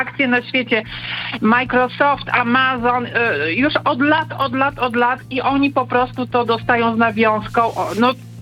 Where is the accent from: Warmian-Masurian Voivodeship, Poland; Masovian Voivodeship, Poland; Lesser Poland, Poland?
Warmian-Masurian Voivodeship, Poland; Wie pan co, ja pochodzę z Warmii i Mazur i wydaje mi się, że u nas te firmy, słupy jak grzyby po deszczu wyrastają